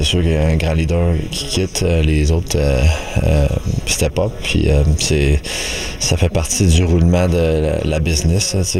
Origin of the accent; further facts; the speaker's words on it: Quebec, Canada; de jouer deux premières lignes à Montréal, puis spécialement en tant que Québécois pour moi personnellement